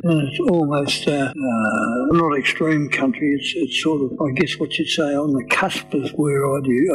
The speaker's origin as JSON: {"language": "English", "town": "Sydney", "region": "New South Wales", "country": "Australia", "tie": "born or raised there", "moved": "as an adult", "lives_now": "Canberra, Australia", "said": "I was originally brought up as a Sydney boy."}